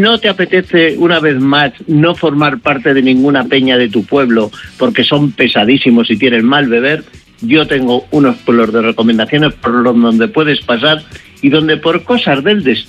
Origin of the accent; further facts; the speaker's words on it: Villacastín, Castile and León, Spain; que son los huevos que se hacen en mi pueblo, en Villacastín, con boletus, se hacen todo el año.